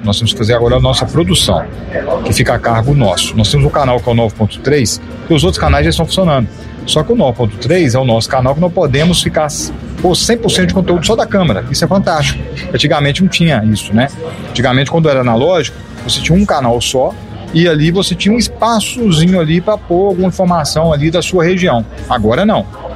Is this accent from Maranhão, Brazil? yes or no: no; Minas Gerais, Brazil; como bom mineiro, a gente trabalha devagar